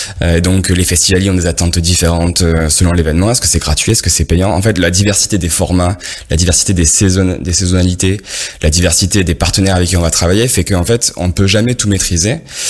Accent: Marseille, Provence-Alpes-Côte d'Azur, France; Marseille, c'est ma ville natale, c'est ma ville de cœur.

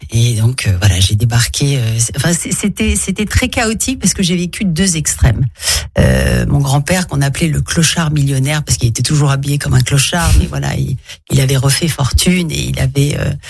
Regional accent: Nice, Provence-Alpes-Côte d'Azur, France; j'ai grandi à Nice

